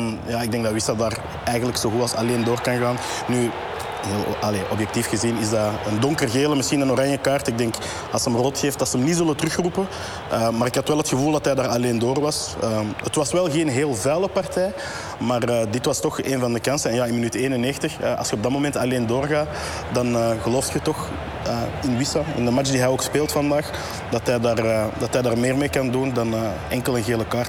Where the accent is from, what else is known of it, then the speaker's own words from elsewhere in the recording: Belgium; we zijn toch ook eigenlijk nog Belgen.